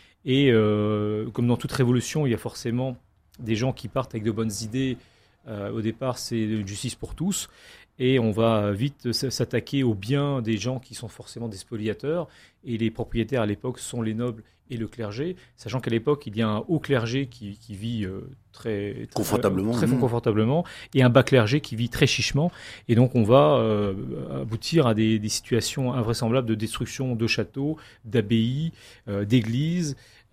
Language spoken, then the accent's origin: French; Grand Est, France; Et donc l'abbé Grégoire aussi qui peut nous intéresser en tant que Lorrain